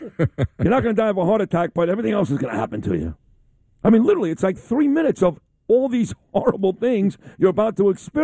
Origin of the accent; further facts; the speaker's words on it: New York City, New York, United States; now in Queens, United States; I'm from Brooklyn. I live in Queens.